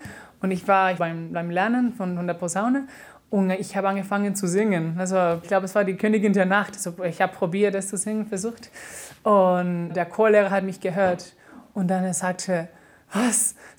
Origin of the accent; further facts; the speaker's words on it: Honduras; born there; German is a second language; moved away; Ich wurde in Honduras geboren, in einer tropischen Stadt.